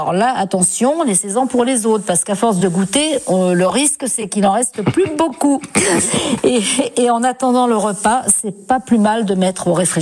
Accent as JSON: {"language": "French", "region": "Nouvelle-Aquitaine", "country": "France", "said": "chez nous, en Charente-Maritime, en Haute-Saintonge"}